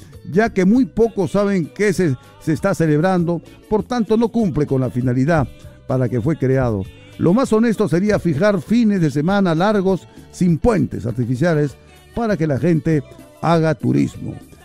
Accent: Peru; Así somos todos los peruanos.

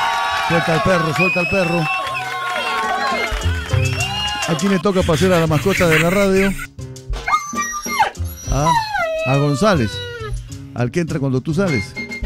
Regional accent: Peru; Así somos los peruanos, pues, resilientes, ¿no?

